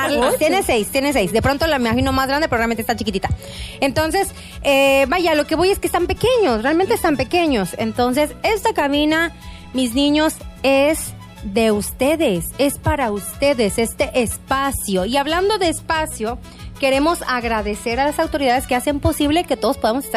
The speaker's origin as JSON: {"language": "Spanish", "country": "Mexico", "tie": "born there", "said": "nos sentimos súper orgullosos de haber nacido en este maravilloso país"}